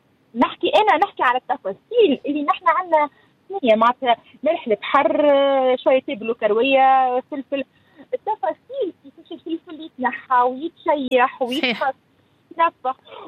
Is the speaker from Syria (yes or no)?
no; Tunisia; moved away; انا تونسيه كل يوم عمري كامل